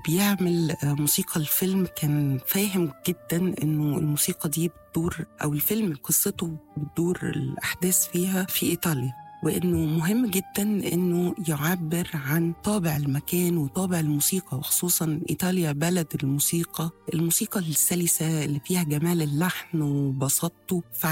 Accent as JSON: {"language": "Arabic", "country": "Egypt", "said": "إحنا كمصريين"}